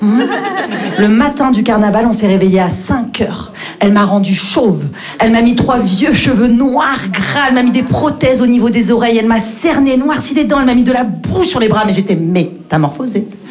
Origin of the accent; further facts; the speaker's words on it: Marseille, Provence-Alpes-Côte d'Azur, France; Je sais que ma mère, elle se faisait du souci pour moi que je grandisse à Marseille.